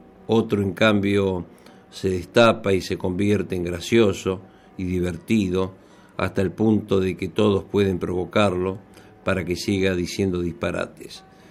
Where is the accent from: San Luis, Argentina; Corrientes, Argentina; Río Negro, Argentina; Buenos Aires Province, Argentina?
Buenos Aires Province, Argentina; Mar del Plata; born there; nací en Mar del Plata, me encanta la ciudad donde nací